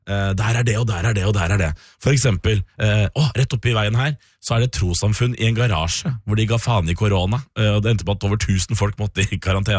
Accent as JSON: {"language": "Norwegian", "town": "Sarpsborg", "region": "Østfold", "country": "Norway", "tie": "born or raised there", "said": "jeg har da vært hjemme i Sarpsborg i min sommerferie"}